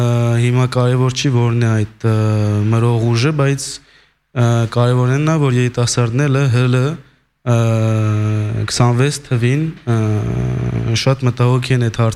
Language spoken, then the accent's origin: Armenian; Lyon, Auvergne-Rhône-Alpes, France; Ես Լյոնից եմ